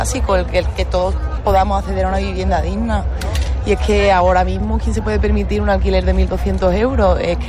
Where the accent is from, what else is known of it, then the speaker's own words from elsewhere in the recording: Málaga, Andalusia, Spain; soy de Málaga de toda la vida, de Dios